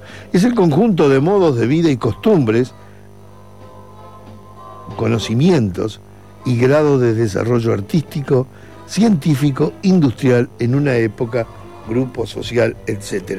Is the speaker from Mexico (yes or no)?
no; Maldonado, Uruguay; born there; yo soy acá, de la zona. Soy de Maldonado, nací.